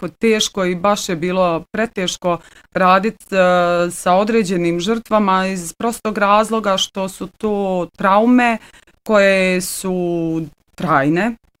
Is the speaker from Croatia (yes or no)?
no; Bosnia & Herzegovina; mi u Bosni i Hercegovini